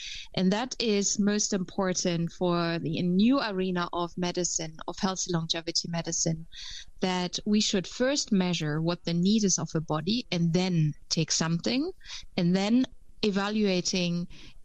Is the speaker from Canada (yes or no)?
no; Germany; English is a second language; now in Netherlands